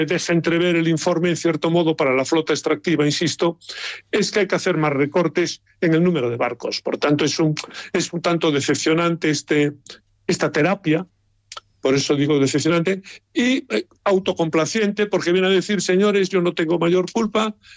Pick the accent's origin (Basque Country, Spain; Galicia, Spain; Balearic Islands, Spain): Galicia, Spain; Por tanto, Europa, España y desde luego mi tierra, Galicia, no podemos privarnos de un sector tan importante